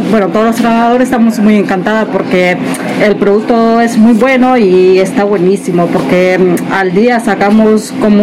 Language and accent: Spanish; Nicaragua; now in San Sebastián, Spain